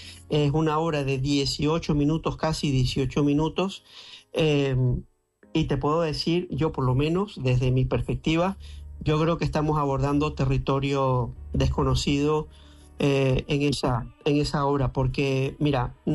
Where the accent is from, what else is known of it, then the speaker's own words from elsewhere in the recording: Spain; Hay algún festival al que no hemos entrado porque somos de España.